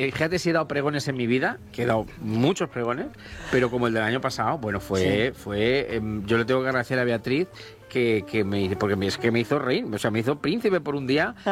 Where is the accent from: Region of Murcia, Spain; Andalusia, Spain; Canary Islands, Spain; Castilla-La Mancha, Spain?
Castilla-La Mancha, Spain; Ciudad Real; also born or lived in Toledo; realmente yo soy nacido en Ciudad Real, que claro. Soy culipardo.